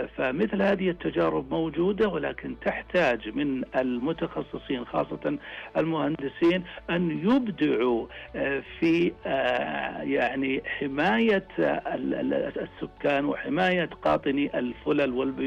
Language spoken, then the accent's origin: Arabic; Saudi Arabia; عندنا في المملكة العربية السعودية